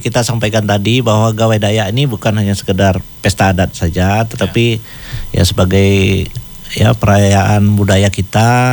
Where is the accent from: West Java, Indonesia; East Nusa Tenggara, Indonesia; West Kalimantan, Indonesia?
West Kalimantan, Indonesia; saya harap anak-anak muda juga sebagai generasi kita orang Dayak